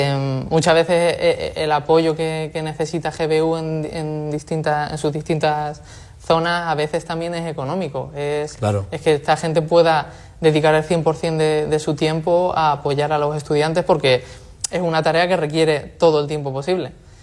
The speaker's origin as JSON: {"language": "Spanish", "region": "Castilla-La Mancha", "country": "Spain", "moved": "yes", "said": "yo soy manchego, vengo de la Universidad de Ciudad Real"}